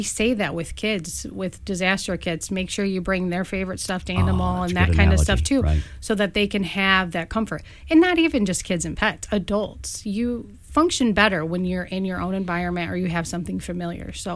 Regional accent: United States; I grew up in Springfield Township

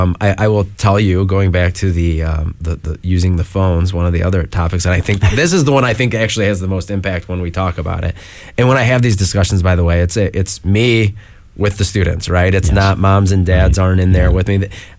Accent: United States; I grew up just outside of Bowling Green, and mm-hmm. that's where I did a lot of driving.

